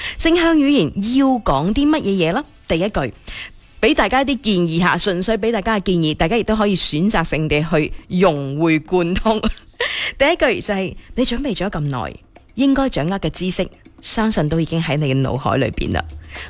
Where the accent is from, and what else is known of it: Guangdong, China